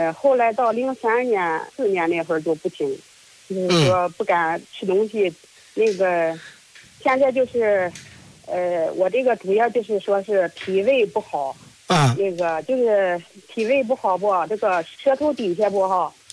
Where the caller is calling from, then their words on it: Baoding, Hebei, China; 我是保定的，河北保定。